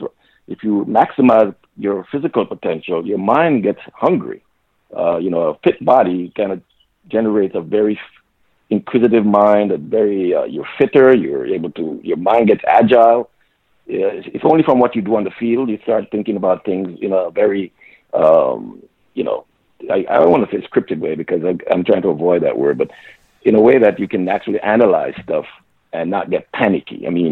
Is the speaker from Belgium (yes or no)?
no; Linstead, Saint Catherine, Jamaica; born there; I was born in Linstead to a humble family.